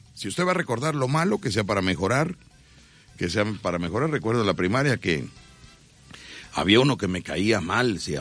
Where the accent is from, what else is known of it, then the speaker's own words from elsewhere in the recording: Veracruz, Mexico; Pues ya sabes tú cómo somos los veracruzanos.